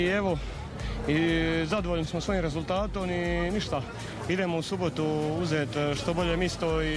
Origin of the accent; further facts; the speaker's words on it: Dubrovnik-Neretva County, Croatia; ja sam iz Neretve inače